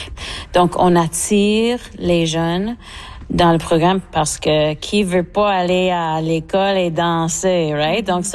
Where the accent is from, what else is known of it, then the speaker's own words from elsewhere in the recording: Manitoba, Canada; c'est parce que moi, je suis métisse de la Rivière-Rouge.